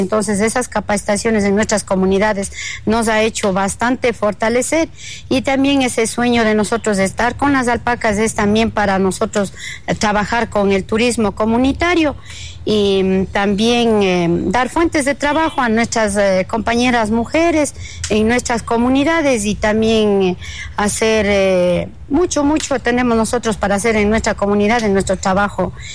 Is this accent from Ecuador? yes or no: yes; Sacha, Cotopaxi, Ecuador; vengo de la comunidad de Sacha.